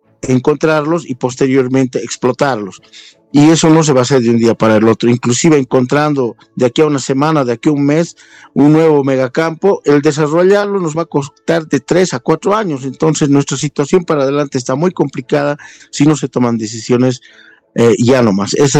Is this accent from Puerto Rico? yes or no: no; Bolivia; no podemos nosotros como bolivianos arriesgar 80 millones de dólares